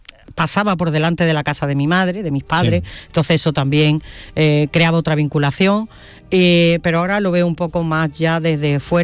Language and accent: Spanish; Huelva, Andalusia, Spain; soy de la Hermandad del Nazareno, porque me he criado al lado de la Iglesia de la Concepción, que es donde está el Nazareno. Mis padres pertenecían a esa iglesia